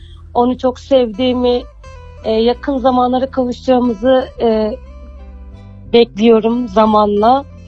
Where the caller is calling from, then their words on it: Alaplı, Zonguldak, Turkey; Zonguldak Halaplı … Zonguldak Halaplı'dan arıyorum.